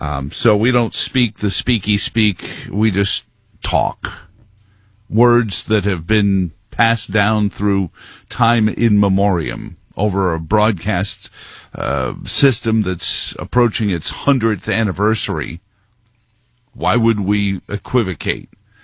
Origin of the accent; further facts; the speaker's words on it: Queens, New York, United States; Growing up in Queens, one of the things you miss is the souvlaki right from a restaurant in Astoria.